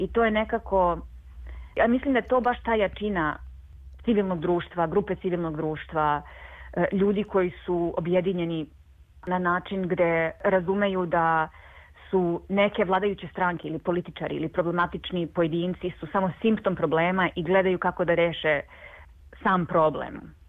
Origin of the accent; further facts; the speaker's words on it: Serbia; mislim, mi nismo lokalna zajednica, ali mi smo lokalni Srbi, jel tako?